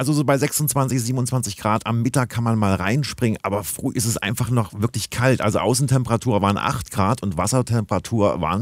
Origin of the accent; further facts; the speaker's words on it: Dessau, Saxony-Anhalt, Germany; moved away; ich bin gebürtiger Dessauer.